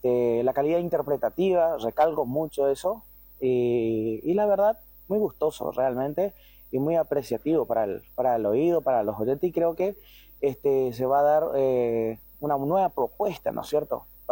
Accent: Puerto Iguazú, Misiones, Argentina; Yo estaba viviendo en Iguazú, yo soy oriundo de Puerto Iguazú

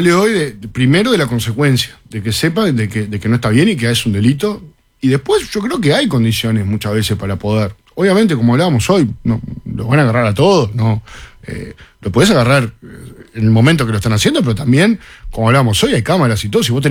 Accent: Montevideo, Uruguay; nosotros somos acá de Montevideo

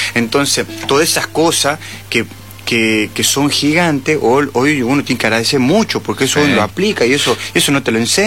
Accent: Salta, Argentina; Y yo soy salteño, nacido y criado en Salta Capital, donde, ¿qué pasa?

